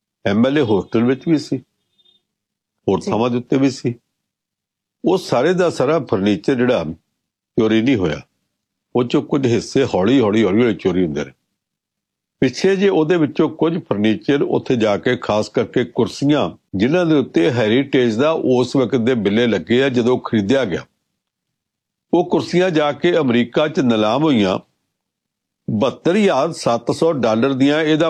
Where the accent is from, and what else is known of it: Punjab, India